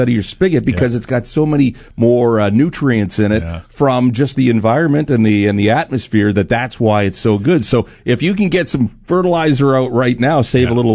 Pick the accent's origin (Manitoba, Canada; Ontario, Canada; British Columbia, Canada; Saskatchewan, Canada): Saskatchewan, Canada; also born or lived in Edmonton; I'm an Albertan, like, I mean, I'm Saskatchewanian, but I was born in Edmonton.